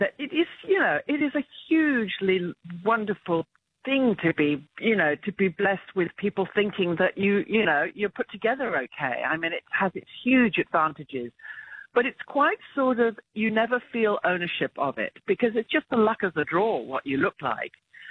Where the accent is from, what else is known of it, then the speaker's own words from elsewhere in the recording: England, United Kingdom; now in Australia; I grew up in England, so I didn't grow up particularly with skincare protocols, so I'm not the best at looking after my skin.